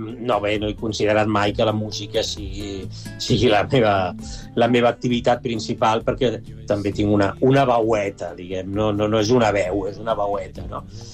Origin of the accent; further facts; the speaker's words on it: Barcelona, Catalonia, Spain; born there; also born or lived in Vatican City; de petit havia estudiat al Conservatori del carrer Bruc, el Conservatori Superior Municipal de Música de Barcelona